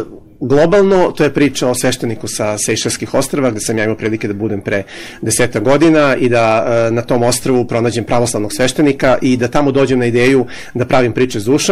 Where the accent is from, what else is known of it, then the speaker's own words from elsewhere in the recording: Belgrade, Serbia; jer ja sam Beograđanin koji radi u Aranđelovcu, odnosno u Trešnjevici